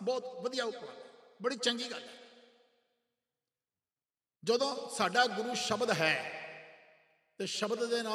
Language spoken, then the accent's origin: Punjabi; Punjab, India